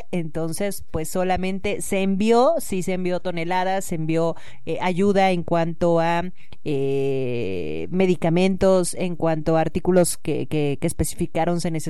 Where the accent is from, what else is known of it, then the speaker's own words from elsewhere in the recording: Mexico; nosotros como mexicanos